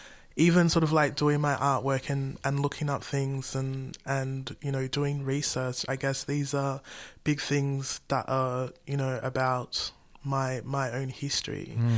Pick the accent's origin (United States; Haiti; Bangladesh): Haiti; So I can trace back, I guess I know that I'm from Haiti